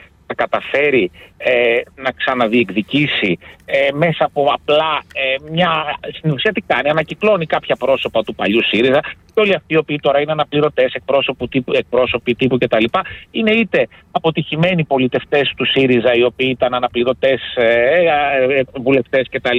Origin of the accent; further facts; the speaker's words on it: Kilkis, Central Macedonia, Greece; Κιλκής και έχω δουλέψει πολλά χρόνια ως γιατρός εκεί